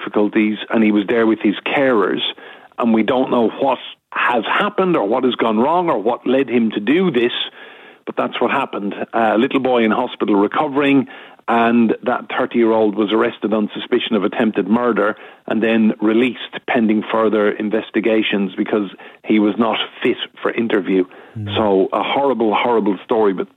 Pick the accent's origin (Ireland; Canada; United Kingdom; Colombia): Ireland; Well, I'm Irish, Pat